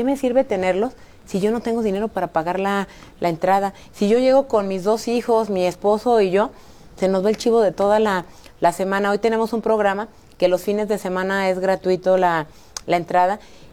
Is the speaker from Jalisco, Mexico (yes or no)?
yes; San Juan de los Lagos, Jalisco, Mexico; born there; De hecho, mi papá fue fundador en San Juan de los Lagos, Jalisco, porque yo nací por allá, en el PAN.